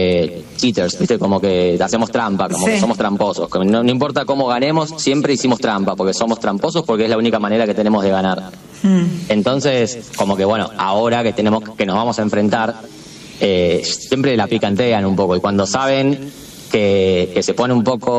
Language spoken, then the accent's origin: Spanish; Haedo, Buenos Aires Province, Argentina; moved away as an adult; now in England; Soy de Aedo